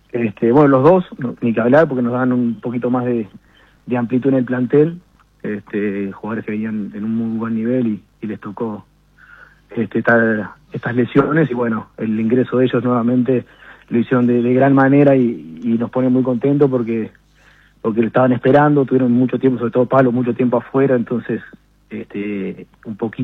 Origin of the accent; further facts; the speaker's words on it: Durazno, Uruguay; yo no soy de Florida, yo soy de Durazno.